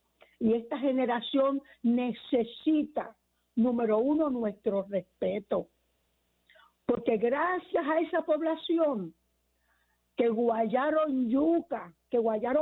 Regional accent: Puerto Rico; nuestra esencia como puertorriqueños, como cristianos.

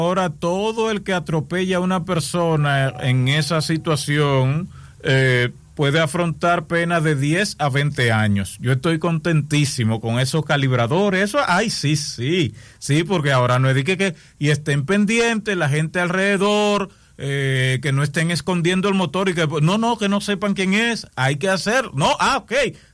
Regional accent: El Seibo, Dominican Republic; no me dejen mi tierra desamparada. Ayúdenme al Seibo.

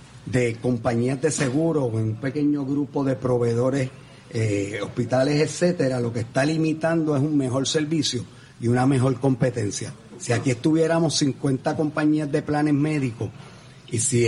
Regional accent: Puerto Rico; yo me siento puertorriqueño en Puerto Rico

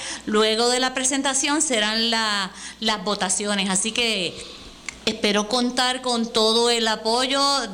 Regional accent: Puerto Rico; Yo soy una boricua con talento.

